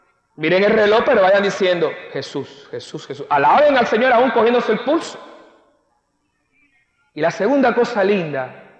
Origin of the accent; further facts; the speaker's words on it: Cuba; Yo soy muy cubano, sé que somos muchos ritmos los caribeños.